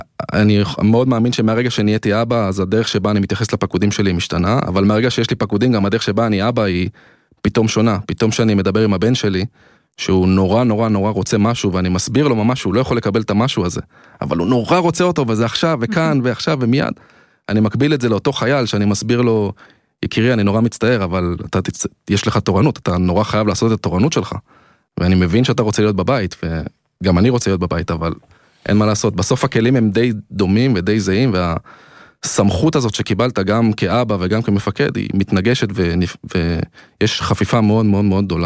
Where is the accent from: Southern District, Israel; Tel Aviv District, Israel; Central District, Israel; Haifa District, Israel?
Southern District, Israel; Ashdod; אני גדלתי באשדוד.